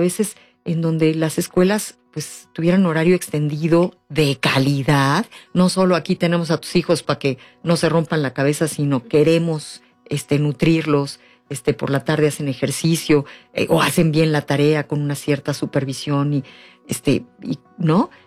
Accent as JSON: {"language": "Spanish", "country": "Mexico", "said": "siendo mexicanas, no contamos con eso y menos últimamente"}